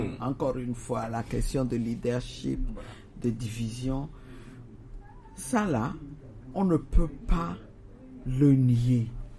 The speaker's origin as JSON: {"language": "French", "town": "Lomé", "region": "Maritime", "country": "Togo", "said": "je viens d'Agbalépédo aussi"}